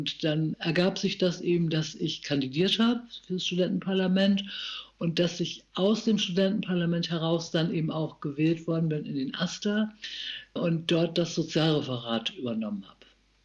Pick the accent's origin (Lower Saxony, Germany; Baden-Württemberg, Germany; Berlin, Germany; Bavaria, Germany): Lower Saxony, Germany; Varel; ich habe mich ganz bewusst dann nach Varel beworben, weil ich dachte, das ist meine Heimat. Die Umgebung ist mir bekannt.